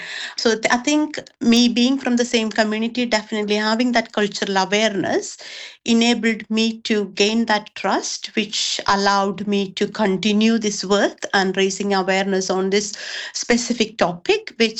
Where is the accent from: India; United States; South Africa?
India; now in United Kingdom